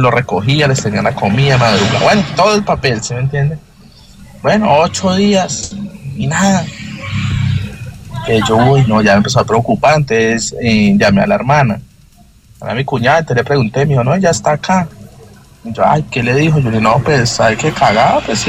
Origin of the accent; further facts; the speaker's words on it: Neiva, Huila, Colombia; Pues, resulta que nosotros somos de Neiva, ¿sí?